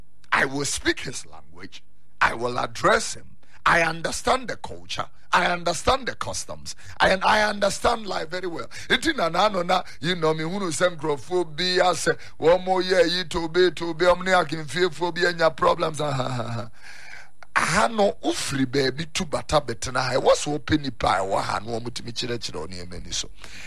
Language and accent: English; Accra, Greater Accra, Ghana; I was born in Accra, so I see myself more as a girl than a kweu person. Enkrahani ye wo me. No war. … Because I grew up here. I live here. I speak the language.